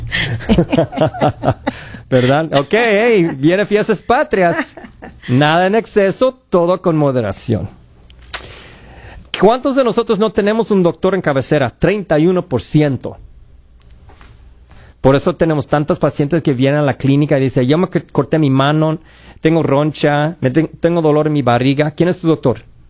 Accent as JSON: {"language": "Spanish", "region": "Idaho", "country": "United States", "tie": "born or raised there", "moved": "yes", "said": "yo nací en Idaho, yo me crecí en Idaho, yo sé ese estado muy bien, tengo familia allá."}